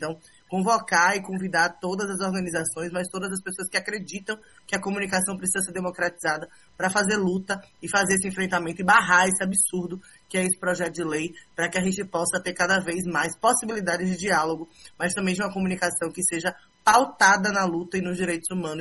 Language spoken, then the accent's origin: Portuguese; Salvador, Bahia, Brazil; now in Brasília, Brazil; eu sou de Salvador, moro em Brasília, mas estou esse final de semana aqui em São Paulo